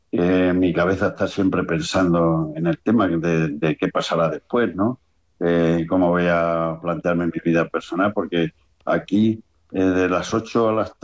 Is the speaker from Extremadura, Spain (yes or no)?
yes; Cáceres, Extremadura, Spain; Yo me siento extremeño, pero también Miguelete, porque